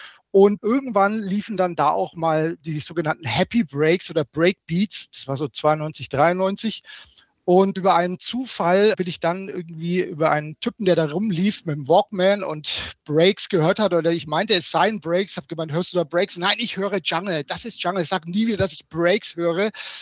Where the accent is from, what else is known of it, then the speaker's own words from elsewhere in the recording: Nuremberg, Bavaria, Germany; ich komme ja aus dem Nürnberger Land, so Nürnberg